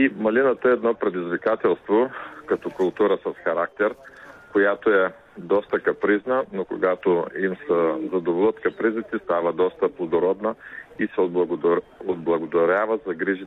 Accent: Troyan, Lovech Province, Bulgaria; защото моят роден град е град Троян

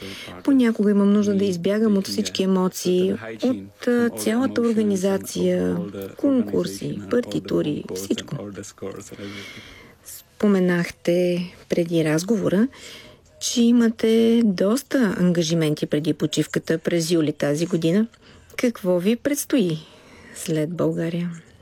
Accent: Kroměříž, Zlín Region, Czechia; като 6 от тях са в Кромежиш, в моя роден град.

